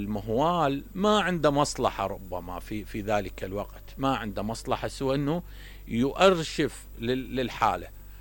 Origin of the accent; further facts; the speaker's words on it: Iraq; إحنا كعراقيين